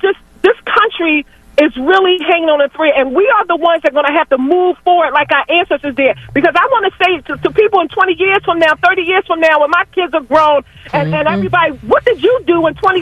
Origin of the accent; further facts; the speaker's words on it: Philadelphia, Pennsylvania, United States; now in Jenkintown, United States; I live a little bit outside. I was born and raised in Philly. Live a little outside, right in Jenkintown. But I'm born and raised in Philly all day